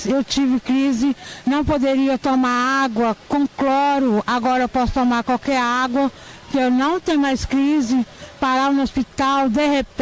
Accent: Paraíba do Sul, Rio de Janeiro, Brazil; Eu vim da cidade de Rio de Janeiro, Paraíba do Sul.

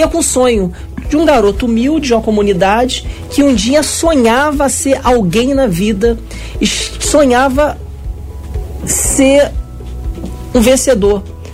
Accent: Niterói, Rio de Janeiro, Brazil; eu sou um cara de oriundo de comunidade, nasci em Niterói, Santa Rosa, na comunidade do Viradouro

